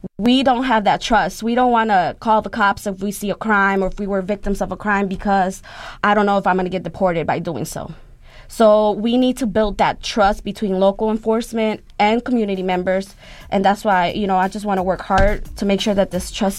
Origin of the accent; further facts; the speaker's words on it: Chicago, Illinois, United States; great memories that I have growing up in Pilsen, in Chicago. I live in Little Village, so I'm really close to Pilsen. I work in Pilsen. They moved me out when I was 13 years old